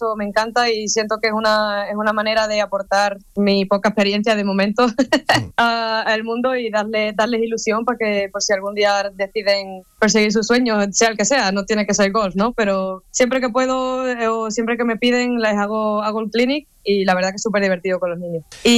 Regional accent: Aljaraque, Andalusia, Spain; yo crecí, me inicié en Bellavista y luego pasé a Bellavista y La Monacilla, y siempre he estado, me crié ahí.

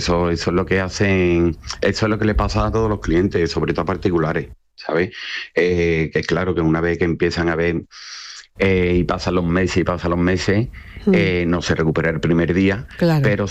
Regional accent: Seville, Andalusia, Spain; Yo soy de Sevilla.

